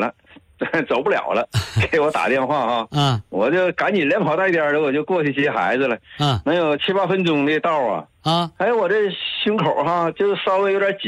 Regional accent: Shenyang, Liaoning, China; 今年我68，然后我是沈阳的

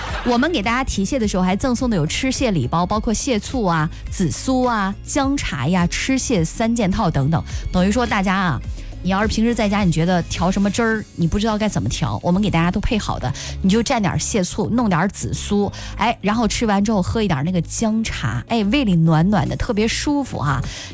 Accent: China

